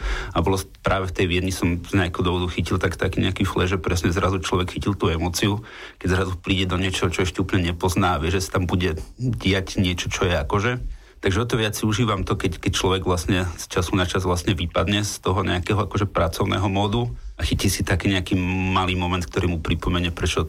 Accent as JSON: {"language": "Slovak", "town": "Nitra", "region": "Nitra Region", "country": "Slovakia", "tie": "born or raised there", "moved": "yes", "said": "to je festival v mojom rodnom meste. Ja som odišiel z Nitry"}